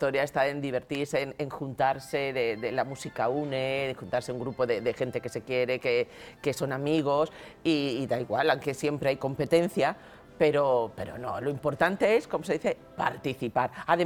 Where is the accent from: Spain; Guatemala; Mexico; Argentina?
Spain; Madrid, Community of Madrid; Soy madrileña.